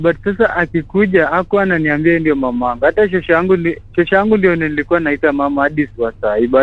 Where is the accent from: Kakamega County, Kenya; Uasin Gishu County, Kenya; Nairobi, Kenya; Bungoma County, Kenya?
Kakamega County, Kenya; Kakamega County.